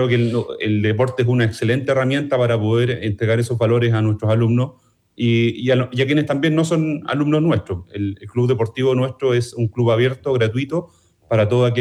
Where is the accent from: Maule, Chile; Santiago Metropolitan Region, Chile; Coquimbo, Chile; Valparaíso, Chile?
Valparaíso, Chile; Los Andes; moved away as an adult; also born or lived in San Felipe, Chile; Yo nací en San Felipe, pero viví y me crié toda mi vida hasta los 40 años en los Andes.